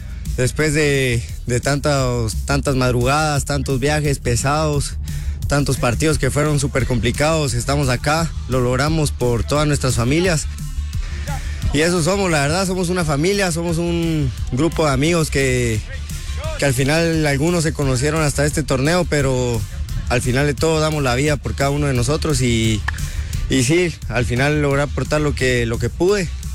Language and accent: Spanish; Fraijanes, Guatemala Department, Guatemala; Es mi pueblo, mi gente.